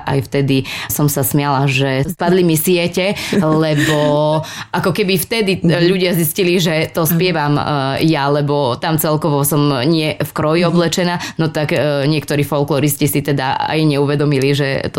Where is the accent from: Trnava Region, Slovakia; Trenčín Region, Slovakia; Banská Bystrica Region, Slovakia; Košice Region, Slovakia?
Banská Bystrica Region, Slovakia; hľadali u nás v Helpe, hneď v susednej dedine, pedagóga teda na zástup. No a vlastne riaditeľ oslovil vtedy mňa. Bola som v maturitnom ročníku a mala som 18 rokov.